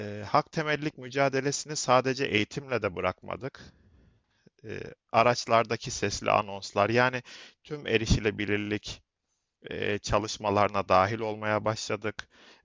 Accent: Tokat, Turkey; Tokatlıyım. Sosyal bilgiler öğretmeniyim. 16 yıl bitirdim. Tokat'ta yaşıyorum doğuştan.

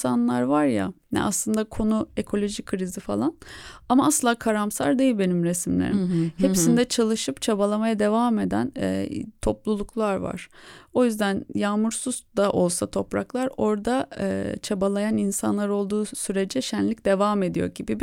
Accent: Thrace, Turkey; madem Trakya'dan gelen bir sanatçı olarak orada bulunuyorum

